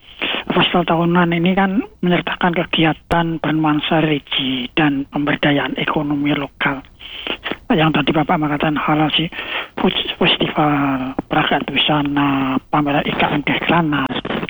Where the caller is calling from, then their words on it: Semarang, Central Java, Indonesia; kita sebagai orang Semarang